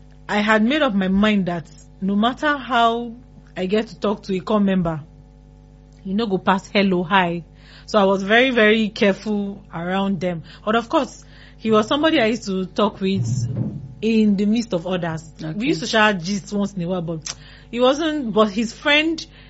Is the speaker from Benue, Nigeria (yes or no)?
yes; Benue, Nigeria; So I'm from Benue State, the Tiv tribe.